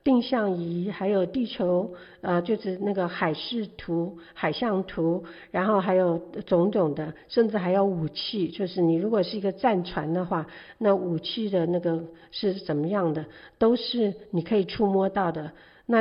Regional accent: China; 你们英国人跟我们中国人好不一样啊，

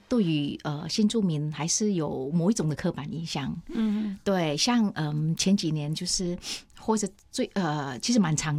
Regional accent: Indonesia; now in Taiwan; 所以我就避免就是去说我是印尼人，对，我都会说别的国家的人。

